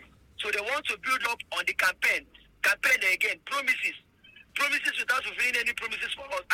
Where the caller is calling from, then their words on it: Enugu, Enugu State, Nigeria; I come from Enugu.